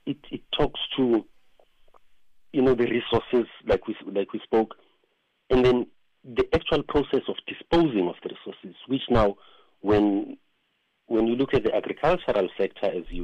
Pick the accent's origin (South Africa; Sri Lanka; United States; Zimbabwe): South Africa; Johannesburg, Gauteng; now in Cape Town, South Africa; When I grew up as a child, I grew up in Soweto